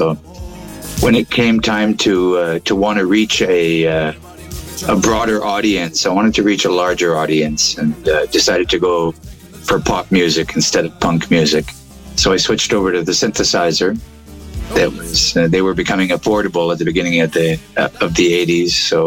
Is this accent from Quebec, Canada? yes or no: yes; Montreal, Quebec, Canada; We grew up in French in Montreal. Right. We did all our schooling in French.